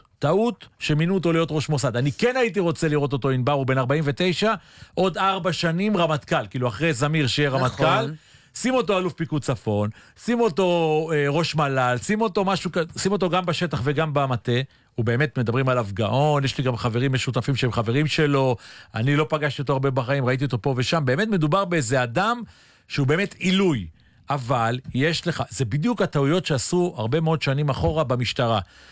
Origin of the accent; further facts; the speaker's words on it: Kiryat Tivon, Haifa District, Israel; אני גדלתי בטבעון